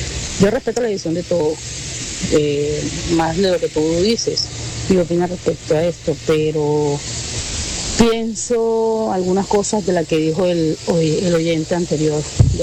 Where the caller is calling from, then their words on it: Canada; Buenas noches, Tropicana. … de Canadá.